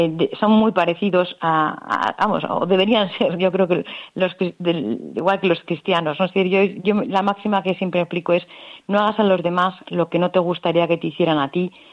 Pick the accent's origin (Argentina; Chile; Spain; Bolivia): Spain; Canary Islands; todos los canarios como españoles